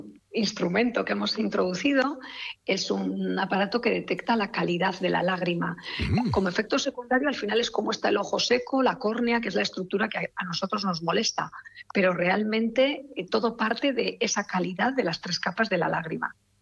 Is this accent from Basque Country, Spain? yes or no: yes; San Sebastián, Basque Country, Spain; also born or lived in Santurce; Me vine luego a Donosti, soy donostiarra, sí